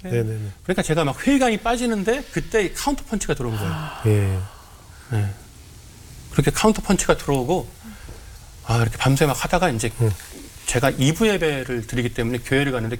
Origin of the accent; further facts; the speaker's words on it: Chuncheon, Gangwon, South Korea; 제가 고향이 강원도 춘천인데